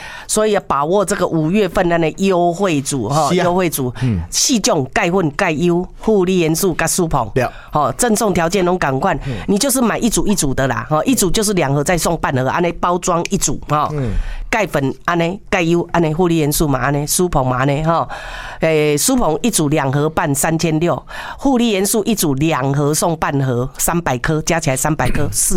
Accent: Kaohsiung, Taiwan

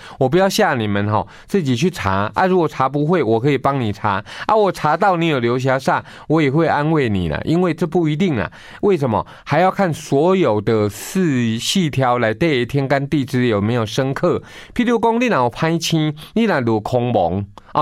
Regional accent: Taiwan; 好像是我们台湾人，除非你是基督教

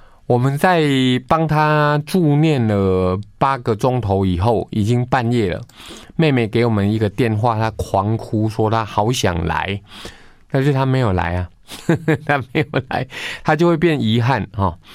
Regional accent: Taichung, Taiwan; 中彰投的听友就知道我台中人，我读卫道的

